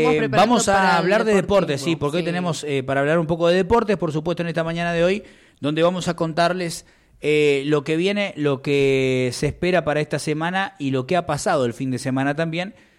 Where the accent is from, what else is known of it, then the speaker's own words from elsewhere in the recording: Valcheta, Río Negro, Argentina; born there; Yo de Balcheta. Yo nací en Balcheta.